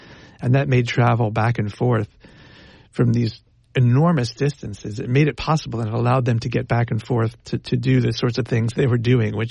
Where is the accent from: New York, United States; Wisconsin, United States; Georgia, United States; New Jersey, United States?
New York, United States; I'm from New York.